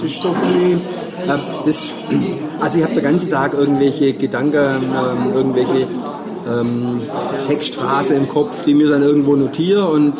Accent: Baden-Württemberg, Germany; accent: Swabian; Also, und für mich war Schwäbisch immer meine Identität, meine Heimat.

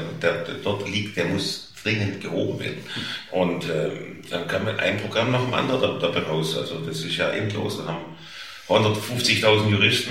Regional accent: Stuttgart, Baden-Württemberg, Germany; accent: Swabian

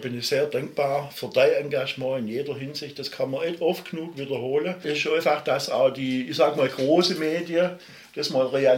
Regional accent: Baden-Württemberg, Germany; die beginnt ja schon mal bei uns im Ländle, oder? Und die Schwaben als solche haben ja wirklich was zu sagen. Wir haben Dichter und Denker, wir haben Künstler, wir haben Musiker, wir haben Erfinder, wir haben so viel Potenzial.

